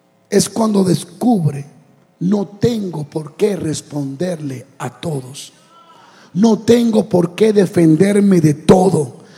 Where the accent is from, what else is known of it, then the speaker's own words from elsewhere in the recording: Dominican Republic; Yo soy dominicano.